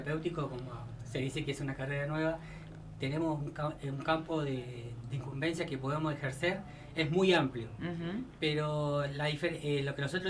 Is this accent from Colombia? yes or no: no; Río Gallegos, Santa Cruz, Argentina; Nosotros somos de Río Gallegos.